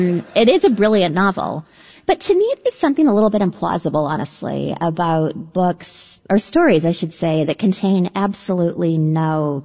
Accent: Canada; I'm Canadian. I feel like I was politer about it.

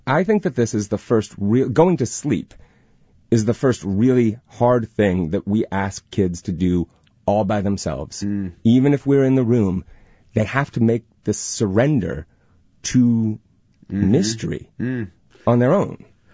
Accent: California, United States; born or raised there

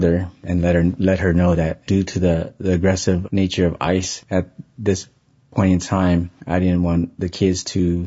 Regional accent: Long Beach, California, United States; also born or lived in Galang, Indonesia; I arrived here in Long Beach, California at 2 months old as a refugee. Been here for 44 years of my life. I never really left.

